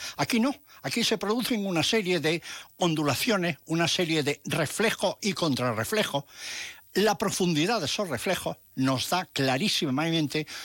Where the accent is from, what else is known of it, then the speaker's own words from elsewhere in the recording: Cástaras, Andalusia, Spain; mi pueblo era Cástaras, es Cástaras